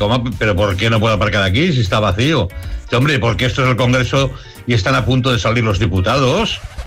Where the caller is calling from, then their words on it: Cerdanyola del Vallès, Catalonia, Spain; de Cerdanyola.